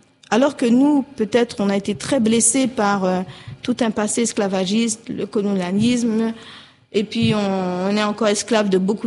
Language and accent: French; Le Plessis-Robinson, Île-de-France, France; moved away; also born or lived in Paris; Je suis née donc à Paris. Je n'ai pas vécu à Paris, peut-être 2 mois. J'ai plutôt grandi dans les Hauts-de-Seine, au Plessis-Robinson.